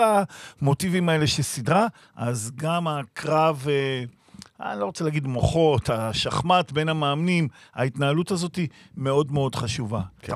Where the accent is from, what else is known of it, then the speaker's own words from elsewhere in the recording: Ashdod, Southern District, Israel; אני בא מאשדוד, אני יש לי שידור היום באשדוד